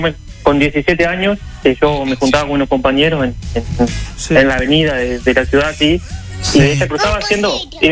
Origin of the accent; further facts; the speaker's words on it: Uruguay; now in Colonia Nicolich, Uruguay; Yo soy de San Diego, de Durán.